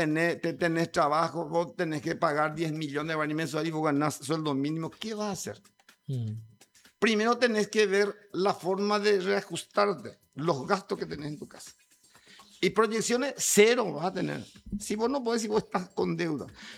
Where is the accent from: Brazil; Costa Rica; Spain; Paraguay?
Paraguay; Tebicuarymí, Paraguarí; now in Lambaré, Paraguay; Es donde yo soy de Alonso.